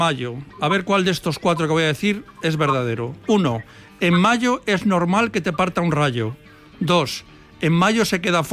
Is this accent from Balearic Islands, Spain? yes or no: no; Palencia, Castile and León, Spain; Yo soy de Palencia.